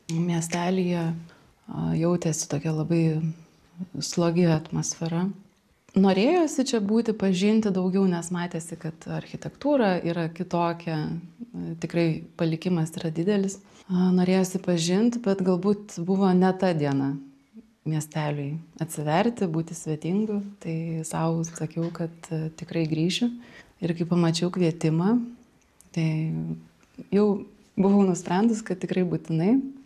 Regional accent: Vilnius, Vilnius County, Lithuania; Esu iš Vilniaus, esu keramikė, dirbu pagrindę su moliu, darau skulptūras

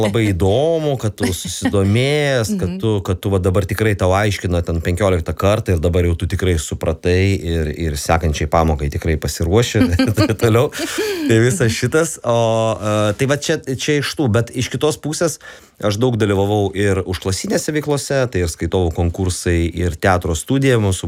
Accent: Vilnius, Vilnius County, Lithuania; aš dar esu čia vietinis, aš iš Donelaičio gatvės esu, tai man apskritai Vingio parką ar ten per pamokas, ar šiaip iš namų išeitin, tai yra kaip į kiemą.

